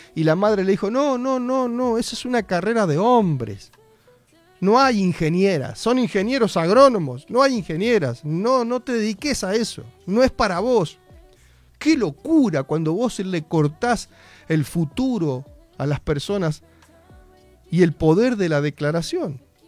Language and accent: Spanish; Argentina